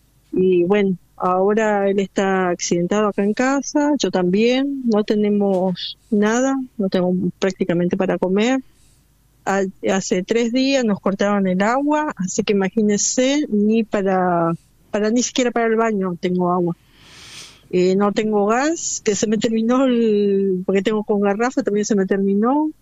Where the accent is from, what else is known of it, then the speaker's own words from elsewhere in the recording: Almirante Brown, Buenos Aires Province, Argentina; Soy de Almirante Brown.